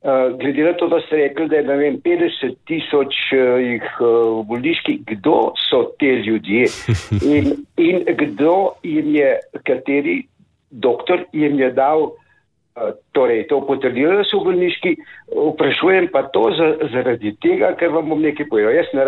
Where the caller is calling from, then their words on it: Upper Carniola, Slovenia; sem že takoj tukaj … iz Gorenske.